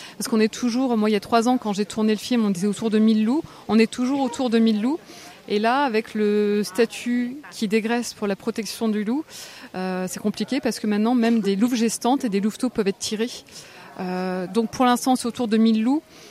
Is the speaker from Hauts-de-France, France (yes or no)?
no; Centre-Val de Loire, France; Voilà, moi, je suis du Loiret